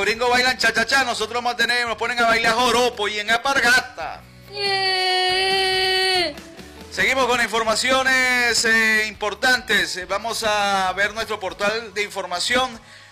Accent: Venezuela

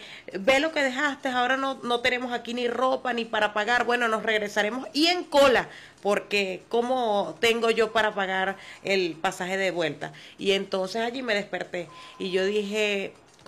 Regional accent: Clarines, Anzoátegui, Venezuela; moved away; desde los 14 años aproximadamente he venido trabajando en radios comunitarias de allá de la localidad de Clarines. Nosotros somos de Clarines.

